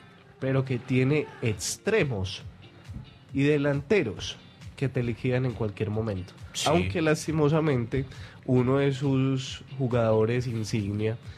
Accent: Fredonia, Antioquia, Colombia; de donde yo soy, del municipio de Fredonia

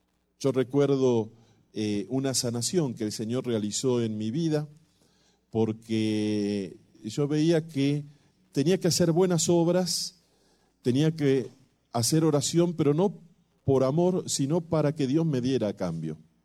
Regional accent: Buenos Aires, Argentina; yo vivía y vivo en la ciudad de Buenos Aires, pero cuando era chico teníamos también una casa de vacaciones en la costa

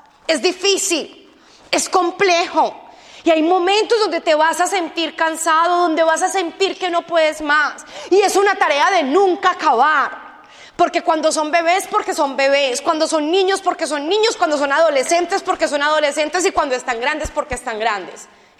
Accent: Colombia; moved away

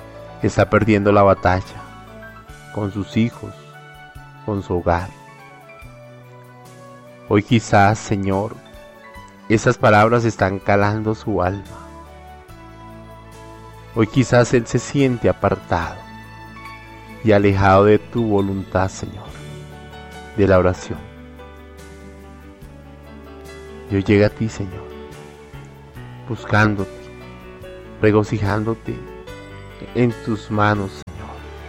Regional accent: Colombia; Necesitamos ese fuego como colombianos.

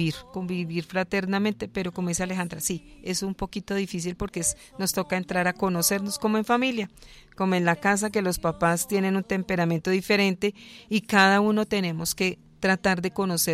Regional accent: Tolima, Colombia; moved away; Yo, por ejemplo, soy tolimense.

